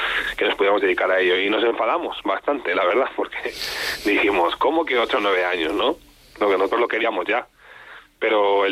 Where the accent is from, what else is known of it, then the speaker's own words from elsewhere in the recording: Tordesillas, Castile and León, Spain; yo soy de Tordesillas. Mis padres todavía viven allí, aunque ellos son de Zamora, pero ahí es donde viven.